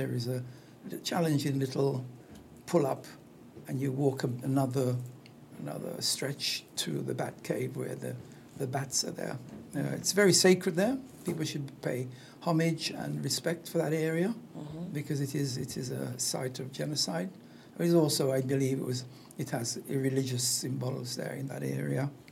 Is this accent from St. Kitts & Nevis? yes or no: yes; Saddlers, Saint Kitts, St. Kitts & Nevis; I come from Saddlers.